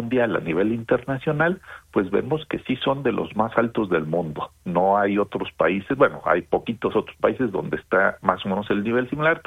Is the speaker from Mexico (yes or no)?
yes; Mexico; en estas fechas vemos y sentimos como mexicanos tradiciones, comida, costumbres, vestimenta